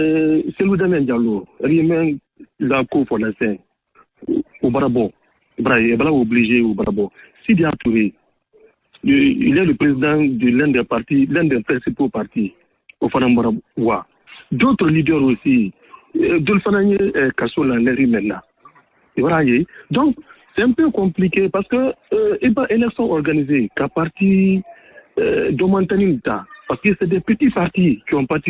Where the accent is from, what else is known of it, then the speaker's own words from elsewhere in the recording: Guinea; parce que nous sommes des Guinéens